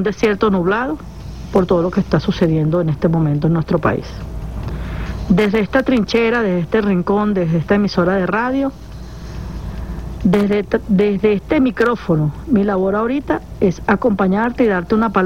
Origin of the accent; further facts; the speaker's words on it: Venezuela; somos hermanos, somos venezolanos.